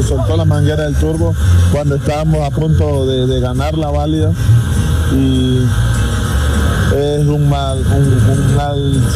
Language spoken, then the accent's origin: Spanish; Tonchigüe, Esmeraldas, Ecuador; la gente de mi pueblo, Tonsigüe